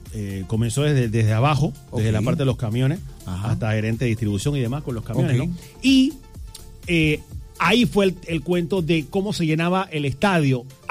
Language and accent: Spanish; Panamá, Panama; born there; Yo nací aquí